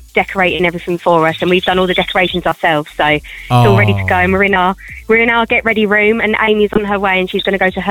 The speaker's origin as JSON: {"language": "English", "region": "London", "country": "United Kingdom", "said": "So I'm originally from London, South London"}